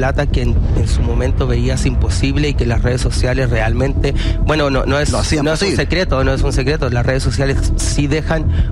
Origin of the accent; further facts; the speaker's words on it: Curicó, Maule, Chile; Soy de Curicó.